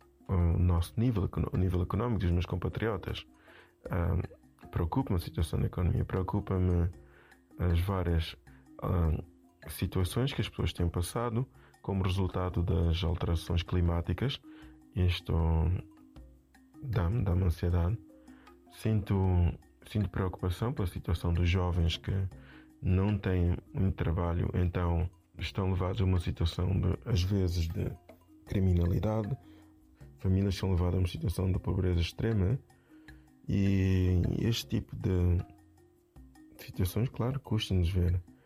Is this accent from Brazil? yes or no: no; Mozambique; Ser moçambicano é uma coisa que acho difícil de descrever. É algo que se vive, que se sente. Então, e você principalmente ser moçambicano na diáspora, é sentir aquela vontade de est